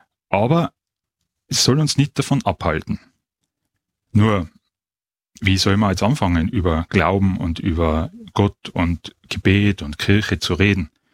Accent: Innsbruck, Tyrol, Austria; wie mein Dialekt verrät, stamme ich aus Innsbruck.

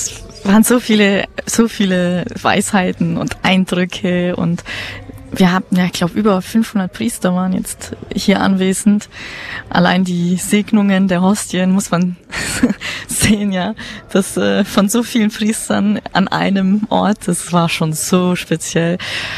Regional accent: Bavaria, Germany; Ich komme ursprünglich aus Franken und ich bin das erste Mal jetzt in Medjugorje

